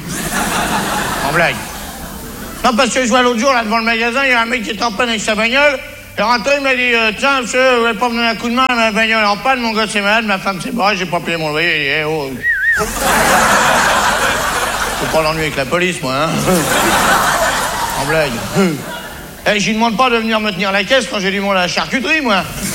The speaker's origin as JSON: {"language": "French", "country": "France"}